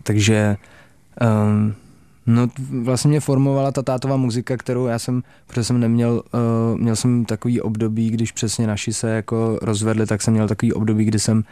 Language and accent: Czech; Čelákovice, Central Bohemian Region, Czechia; Hele, já jsem původem z Čelákovic, takže...